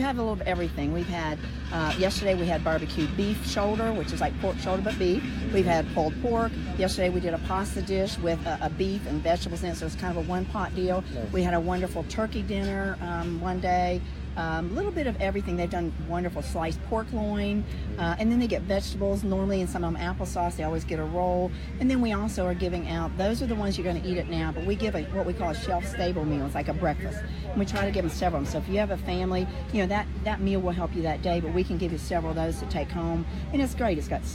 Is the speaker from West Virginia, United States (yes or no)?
yes; Lewisburg, West Virginia, United States; in Lewisburg, West Virginia, and honestly, as much as I love the group, I hope to never see them in my hometown because that says there's a disaster.